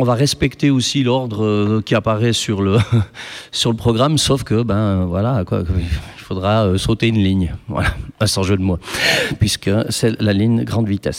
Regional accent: Switzerland; je suis suisse

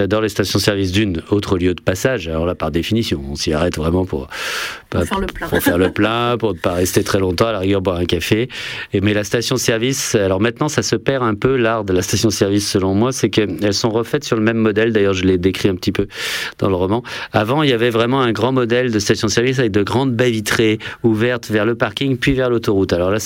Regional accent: France; J'ai été élevé dans la France pavillonnaire et périurbaine.

